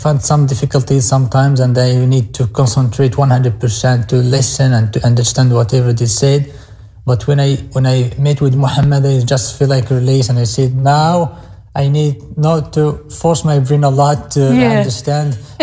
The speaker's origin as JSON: {"language": "English", "town": "Marrakesh", "region": "Marrakesh-Safi", "country": "Morocco", "second_language": "English", "said": "from Marrakesh. I'm a resident storyteller from the World Storytelling Cafe, and all the way from Marrakesh, I'm very happy to represent World Storytelling Cafe, Marrakesh, Morocco, Africa, and my very, very small, tiny village, Okhriban."}